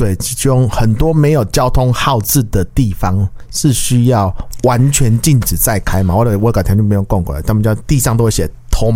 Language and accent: Chinese; Taiwan